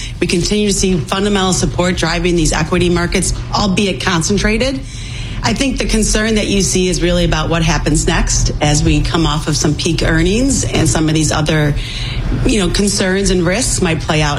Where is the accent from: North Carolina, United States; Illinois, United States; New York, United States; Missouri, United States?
Illinois, United States; Chicago; I grew up really close to Wrigley Field, and I grew up on the South Side. Went to Mother Macaulay High School.